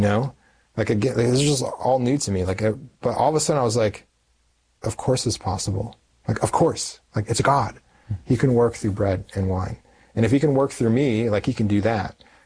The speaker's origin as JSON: {"language": "English", "country": "United States", "said": "I'm an American Protestant"}